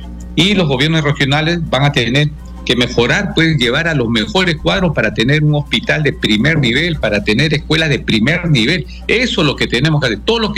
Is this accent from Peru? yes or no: yes; Peru; todos somos peruanos, no es porque nacimos en una ciudad más lejos, no.